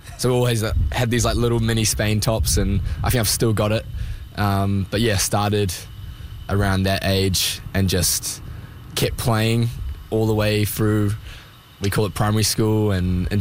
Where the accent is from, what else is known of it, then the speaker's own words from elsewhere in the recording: Wellington, New Zealand; moved away as an adult; now in Sydney, Canada; I'm from Wellington, which is the capital city of New Zealand. So it's kind of 300,000 people.